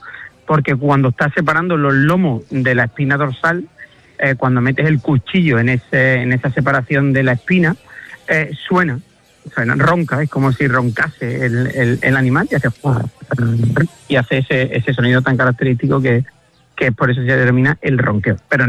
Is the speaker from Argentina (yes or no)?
no; Villanueva, Andalusia, Spain; Yo digo que Villanueva está a 40 kilómetros de todo, porque está a 40 kilómetros de Huelva capital, está a 45 de Sevilla, está a 42 del Rocío